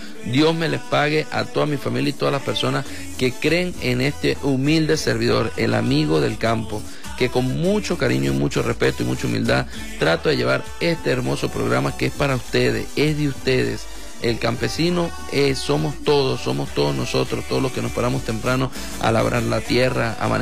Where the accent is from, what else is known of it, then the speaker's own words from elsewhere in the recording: Caño Amarillo, Venezuela; yo vengo del campo, no es una mentira, yo vengo del campo, vengo del Caño Amarillo.